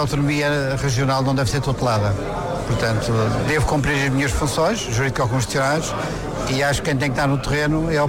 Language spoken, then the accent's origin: Portuguese; Madeira, Portugal; estou a tentar exercê-lo como madeirense